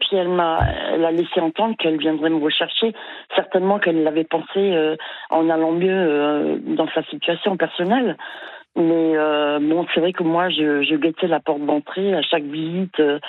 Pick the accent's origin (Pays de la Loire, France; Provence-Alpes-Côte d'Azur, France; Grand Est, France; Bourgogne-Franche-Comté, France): Provence-Alpes-Côte d'Azur, France; Marseille; born there; Et ensuite j'ai été transférée en France parce que figurez-vous que je suis née à Marseille, mais vraiment j'y suis née, c'est tout.